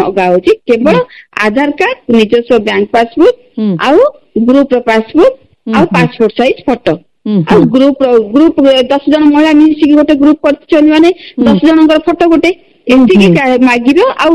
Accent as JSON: {"language": "Odia", "town": "Jeypore", "region": "Odisha", "country": "India", "tie": "born or raised there", "said": "ମୋର ଘର ଜୟପୁର, ମାତ୍ର ମୁଁ କାମ ଚାକିରି କରିଛି କୋଟପାର ଏନ୍ଏସି ରେ।"}